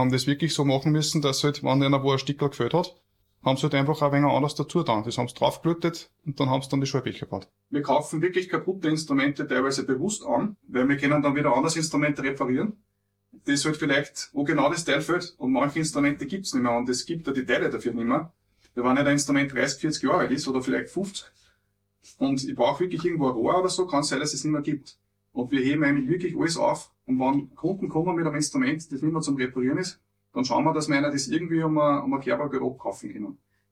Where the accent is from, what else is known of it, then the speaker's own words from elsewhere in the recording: Austria; Das ist ganz, ganz was Traditionelles bei uns in Österreich einfach auch